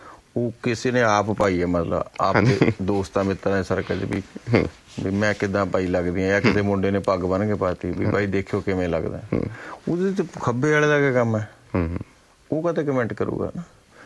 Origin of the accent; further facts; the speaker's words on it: Punjab, India; ਅਸੀਂ ਪੰਜਾਬੀ ਹਾਂ, ਪੰਜਾਬ ਦੀ ਗੱਲ ਕਰਾਂਗੇ, ਸਾਨੂੰ ਤਾਂ ਖੇਤਾਂ ਦਾ, ਆਪਦੇ ਮਜ਼ਦੂਰਾਂ ਦਾ ਪਿਆਰ ਹੈ